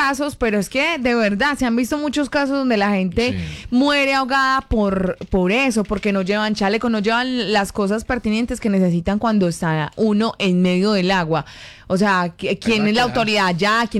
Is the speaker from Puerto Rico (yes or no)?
no; Medellín, Antioquia, Colombia; No, yo soy de Medellín. Mi familia es del Peñol y de Guatapé.